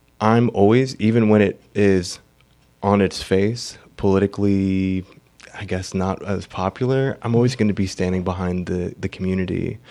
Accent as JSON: {"language": "English", "town": "Redlands", "region": "California", "country": "United States", "tie": "born there", "said": "I was born in Redlands too, for real."}